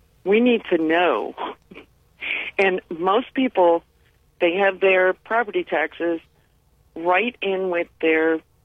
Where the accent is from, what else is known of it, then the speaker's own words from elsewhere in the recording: Garrettsville, Ohio, United States; I'm calling in. I'm from Garrettsville. I've never spoken to you before.